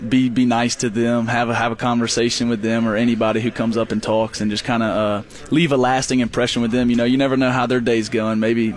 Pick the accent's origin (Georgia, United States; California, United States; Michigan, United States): Georgia, United States; Watkinsville; moved away as an adult; So I grew up in Watkinsville, just south of Athens.